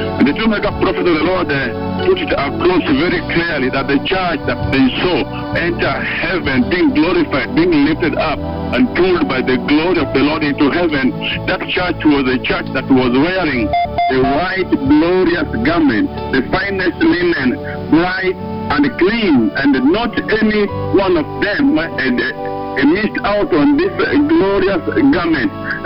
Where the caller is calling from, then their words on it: Nairobi, Kenya; I'm calling you from Nairobi, in Saba altar.